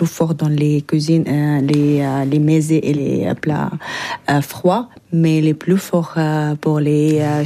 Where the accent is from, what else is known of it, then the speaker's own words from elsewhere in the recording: Lebanon; French is a second language; Oui, je suis libanaise et mon ex-mari est syrienne. J'aime beaucoup les deux cuisines et je mélange les deux cuisines.